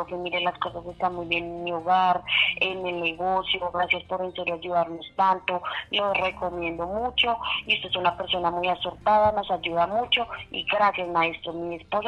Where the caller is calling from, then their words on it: Bogotá, Colombia; Desde Bogotá, en el barrio Usme, profe.